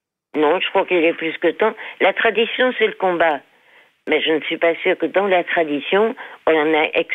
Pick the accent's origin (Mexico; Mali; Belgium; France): Belgium; Mons, Wallonia; Bah écoutez, honnêtement, je suis née à Mons. Ça fait 75 ans que je vis à Mons.